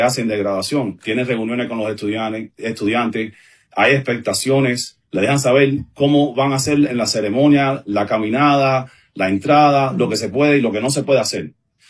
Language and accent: Spanish; Cuba; Yo estoy muy orgulloso, yo soy cubano, mis padres estuvieron súper contentos cuando yo me gradué